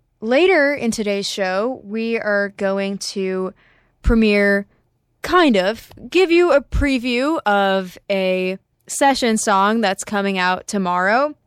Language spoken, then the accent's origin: English; Rochester, New York, United States; now in Los Angeles, United States; I just got back a couple days ago from visiting my hometown, Rochester, New York